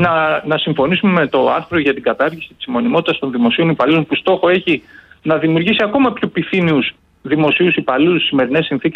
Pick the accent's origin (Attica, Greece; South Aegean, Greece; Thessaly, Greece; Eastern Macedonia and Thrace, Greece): Thessaly, Greece; που είμαι και από τη Μαγνησία